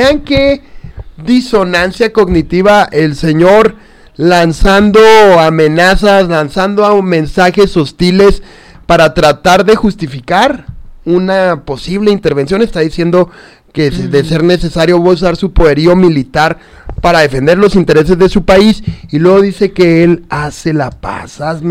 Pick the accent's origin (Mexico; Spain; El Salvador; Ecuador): Mexico; celebrar estas declaraciones como mexicano se me hace delicado